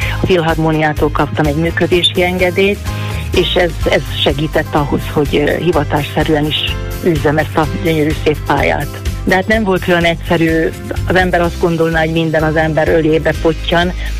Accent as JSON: {"language": "Hungarian", "country": "Hungary", "accent": "Palóc", "said": "eleve tájszólással beszéltem, nagyon nehezen szólaltam meg az egyetemre, és mindig megmosolyogták a kiejtésemet"}